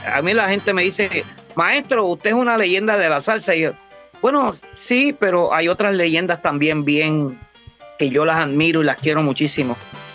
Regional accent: Peru; un visual bien chévere para mi pueblo de Perú, mano.

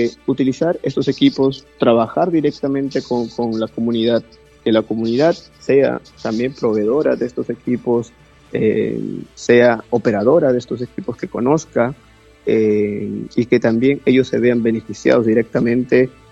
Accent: Peru; nosotros como peruanos

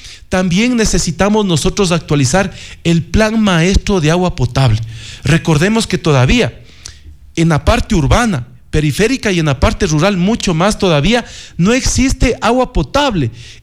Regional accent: Riobamba, Chimborazo, Ecuador; born there; en la quinta parroquia de Yaruquí es donde yo nací

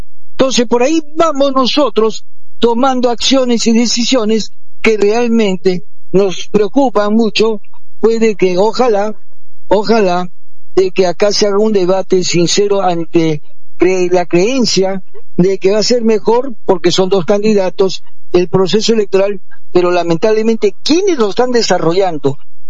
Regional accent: Peru; como todo peruano lo hacemos

